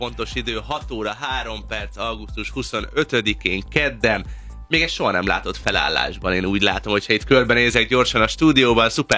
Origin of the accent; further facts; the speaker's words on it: Hungary; De magyarok vagyunk, úgyhogy imádunk számolni.